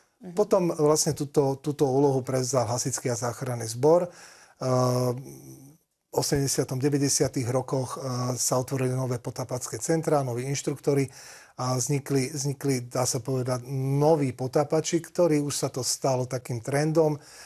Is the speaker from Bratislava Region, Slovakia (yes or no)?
yes; Senec, Bratislava Region, Slovakia; Nakoľko my sme vyrastali na Slnečných jazerách a potreba potapačov bola počas letnej turistickej sezóny a zabezpečenie vodnej záchrannej služby nutná